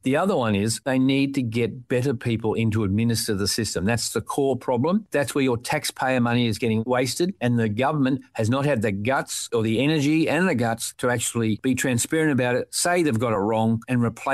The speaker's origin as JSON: {"language": "English", "country": "Australia", "said": "I'm Australian as they come"}